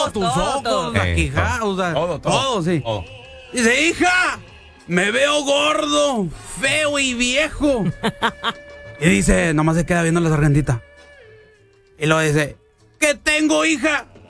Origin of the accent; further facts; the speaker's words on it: Tamaulipas, Mexico; No, cálmese, porque también soy de Tamaulipas.